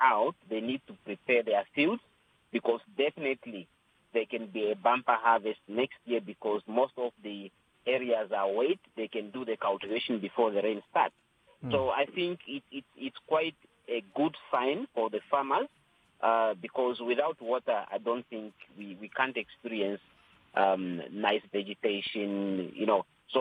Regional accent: Katima Mulilo, Zambezi, Namibia; especially to the youth in my hometown in Katima, is to encourage them to invest in small businesses.

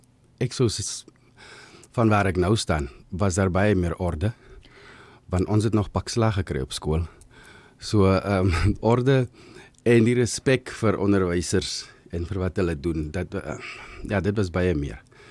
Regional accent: Namibia; also born or lived in South Africa; Ek was gebore in Suid-Afrika. Maar my ouers het daai tyd Suid-Wes-Afrika toe kom trek, toe ek nog baie jonk was. Ek het skool hier begin. Ek was op Kamams Primair.

